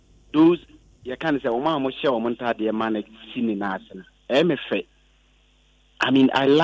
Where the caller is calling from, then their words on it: Arusha, Tanzania; I'm speaking from Asusha.